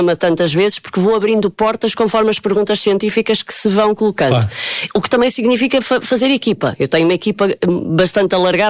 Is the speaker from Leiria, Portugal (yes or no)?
no; São João da Madeira, Aveiro, Portugal; moved away as an adult; eu sou de São João da Madeira, aos 18 anos a minha vida foi em São João da Madeira e depois é que fui para o Porto para a faculdade.